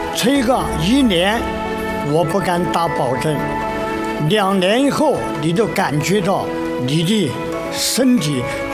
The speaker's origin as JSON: {"language": "Chinese", "region": "Dabie Mountains", "country": "China", "tie": "born or raised there", "also_born_or_lived": "Wuhan", "moved": "yes", "said": "我们家乡是大别山区，现在的脱贫致富了"}